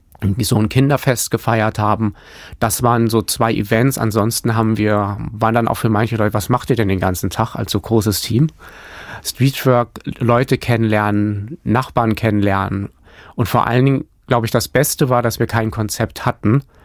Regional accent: Hamburg, Germany; ich bin ja selber Hamburger

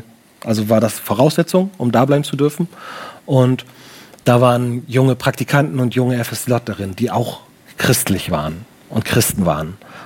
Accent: Baltic coast, Germany; Ich komme aus der Nähe von der Ostsee.

